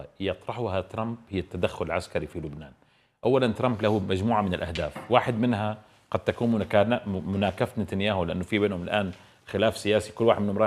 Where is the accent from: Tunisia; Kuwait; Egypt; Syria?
Syria; نحن الآن كسوريين